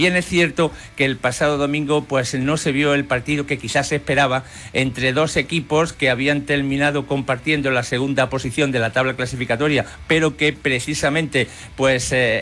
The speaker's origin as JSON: {"language": "Spanish", "town": "La Carolina", "region": "Andalusia", "country": "Spain", "tie": "born there", "moved": "as an adult", "lives_now": "Andújar, Spain", "said": "soy nacido en la Carolina, pero yo llegaba aquí en 1983 a Andújar a realizar esta labor profesional. Entonces, claro, pues de nacimiento uno lleva dentro el pueblo que me vio nacer, la Carolina, porque lógicamente allí está la familia"}